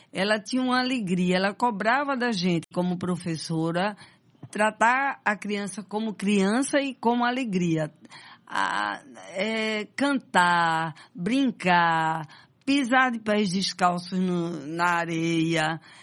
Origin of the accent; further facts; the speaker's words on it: Recife, Pernambuco, Brazil; Eu nasci em Recife e morava em Casa Forte.